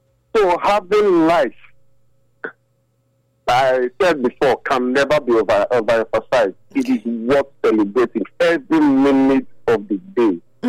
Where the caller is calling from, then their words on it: Benin; I'm calling from Benin.